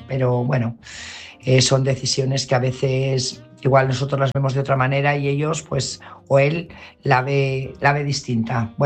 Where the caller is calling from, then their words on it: Burgos, Castile and León, Spain; Buenas noches … corresponsal de Burgos.